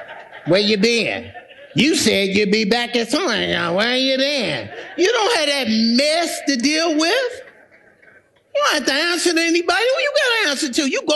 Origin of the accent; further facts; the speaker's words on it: Gary, Indiana, United States; also born or lived in California; You got to understand, I came from the hood. I came from Gary, Indiana. I came from the hood and we ain't seen nothing like that.